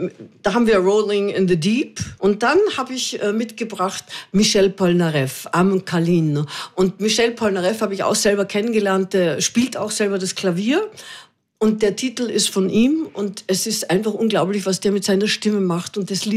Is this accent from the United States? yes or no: no; Austria; je suis désolée, je suis autrichienne. Und also es tut mir wahnsinnig leid, aber ich bin Österreicherin.